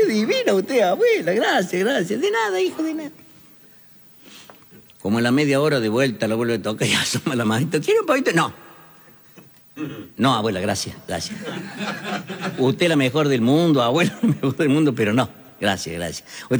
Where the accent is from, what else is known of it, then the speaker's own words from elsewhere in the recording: Córdoba, Argentina; Yo soy de Córdoba, de todos, pero no soy de ninguno en particular.